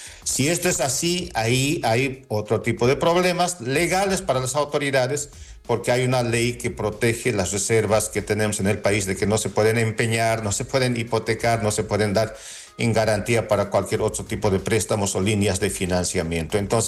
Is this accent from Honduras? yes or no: no; Bolivia; como país, como bolivianos